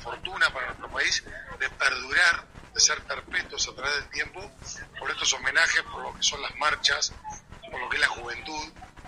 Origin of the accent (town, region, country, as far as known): Uruguay